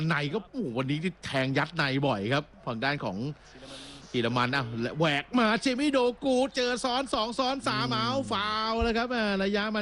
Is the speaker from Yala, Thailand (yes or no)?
no; Bangkok, Thailand; now in Samut Prakan, Thailand